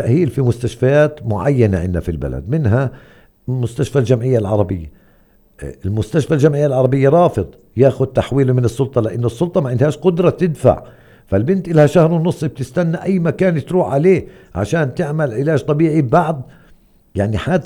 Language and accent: Arabic; Hebron, West Bank, Palestine